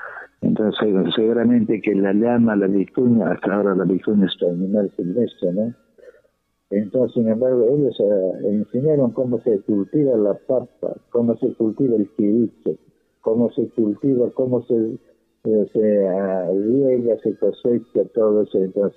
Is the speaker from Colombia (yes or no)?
no; Peru